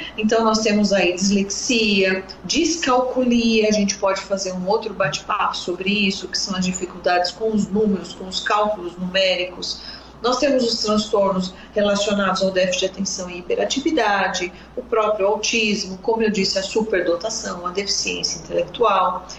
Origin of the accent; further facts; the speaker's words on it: Santo André, São Paulo, Brazil; Eu sou de Santo André, então eu tenho clínica aqui em Santo André e uma clínica em São Paulo, lá na Vila Leopoldina.